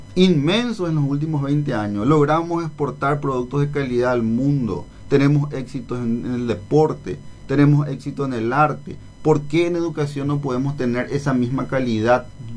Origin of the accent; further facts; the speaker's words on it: Paraguay; Nosotros también somos paraguayos.